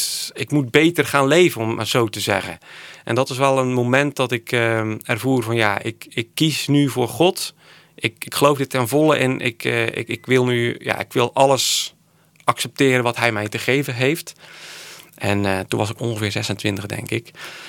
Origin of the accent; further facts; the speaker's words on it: Sint-Annaland, Zeeland, Netherlands; also born or lived in Rotterdam; now in Goeree-Overflakkee, Netherlands; Oorspronkelijk kom ik uit Zeeland, Sint-Annelands, dorpje op het eiland Tholen. Dat ligt tegen Brabant aan. Berg op Zoom was voor ons de dichtstbijzijnde stad. Ik heb ook nog een tijdje in Rotterdam gewoond.